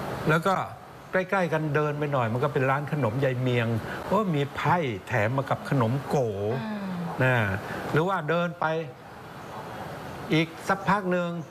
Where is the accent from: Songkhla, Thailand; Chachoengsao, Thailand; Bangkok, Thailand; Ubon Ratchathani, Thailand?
Songkhla, Thailand; Ranot; born there; ผมเกิดที่อำเภอระโนดจังหวัดสงขลาเหนือทะเลสาบสงขลาเลยไกลมากเมื่อปี2496